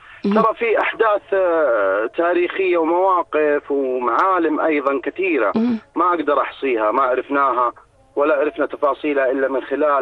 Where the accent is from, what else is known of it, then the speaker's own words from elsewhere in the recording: Saudi Arabia; بلادي المملكة العربية السعودية